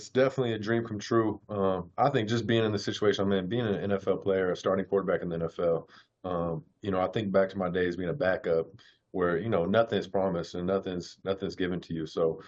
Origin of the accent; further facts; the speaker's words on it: California, United States; me and Rome, I mean, we're both from Cali